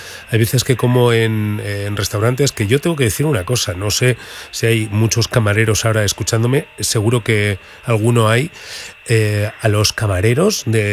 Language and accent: Spanish; Burgos, Castile and León, Spain; Anda que no he veraneado yo veces en Cantabria, que soy de Burgos.